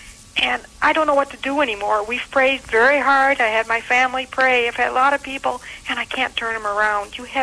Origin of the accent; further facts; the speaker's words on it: Fort Lauderdale, Florida, United States; I'm from Fort Lauderdale, Florida.